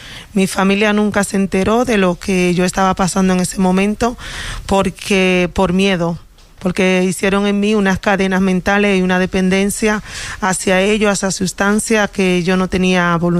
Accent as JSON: {"language": "Spanish", "country": "Dominican Republic", "moved": "yes", "lives_now": "Spain", "said": "yo soy de origen dominicano. Uh-huh. Y llegué aquí a España en el 2021"}